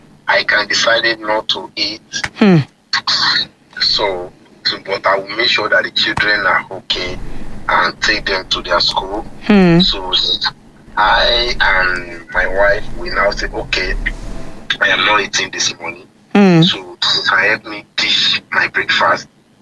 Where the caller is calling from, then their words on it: Ibadan, Oyo, Nigeria; I'm calling from Ibadan.